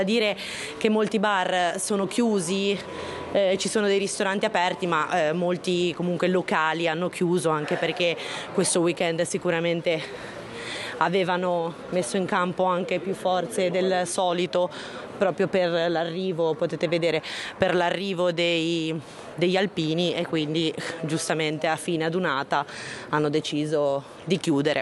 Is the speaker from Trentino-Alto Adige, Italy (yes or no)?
no; Genoa, Liguria, Italy